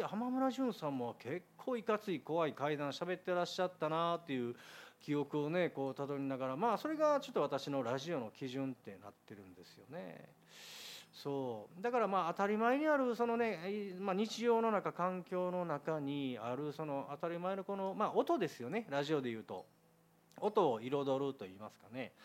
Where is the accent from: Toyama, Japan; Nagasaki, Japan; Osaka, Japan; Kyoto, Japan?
Osaka, Japan; Higashiosaka; 本当に幼少の頃からね、まあ、私この東大阪で生まれ育ちまして、でまあね、狭小住宅でね、まあ、暮らしてたもんで、